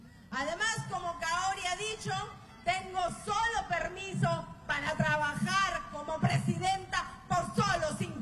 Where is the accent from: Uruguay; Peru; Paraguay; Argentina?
Peru; así somos los peruanos. Los peruanos tenemos esa capacidad para no rendirnos.